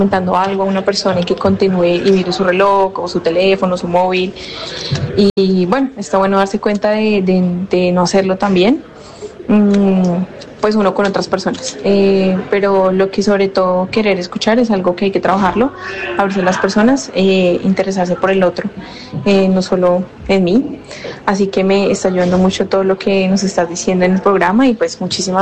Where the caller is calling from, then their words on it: Colombia; soy de Colombia y estoy haciendo un máster de tecnología de cooperación internacional.